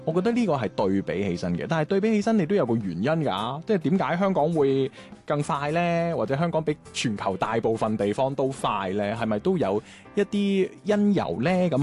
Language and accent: Cantonese; Guangzhou, Guangdong, China; 即係我自己作為一個廣州人咧，我都覺得其實自己節奏唔算慢噶啦